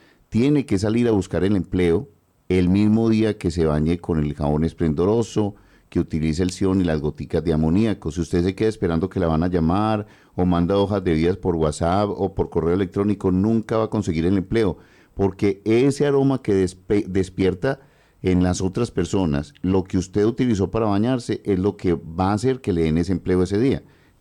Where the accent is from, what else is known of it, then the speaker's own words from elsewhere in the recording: Antioquia, Colombia; Que como buen paisa, que dicen que el paisa no se vara, pero el paisa sí se vara, lo bonito es ver cómo se desvara.